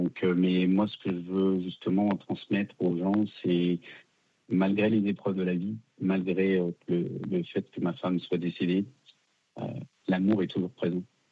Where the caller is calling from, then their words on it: Lyon, Auvergne-Rhône-Alpes, France; Alors, j'appelle de Lyon.